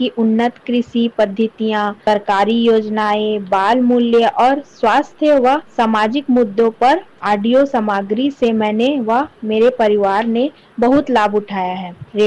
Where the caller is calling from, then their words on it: Raigarh, Chhattisgarh, India; मैं रायगढ़ छत्तीसगढ़ की निवासी हूँ।